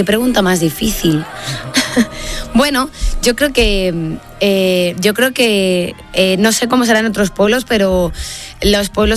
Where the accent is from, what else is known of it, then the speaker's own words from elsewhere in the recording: Castile and León, Spain; Mi pueblo está en Meganzones.